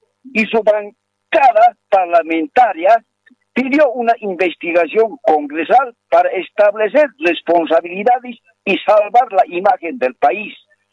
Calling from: La Paz, Bolivia; de aquí, de la ciudad de La Paz.

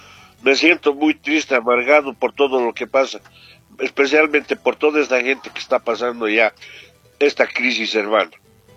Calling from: Bolivia; Como boliviano estoy amargado, muy triste, ya también he entrado a una edad, ya tengo 65 años

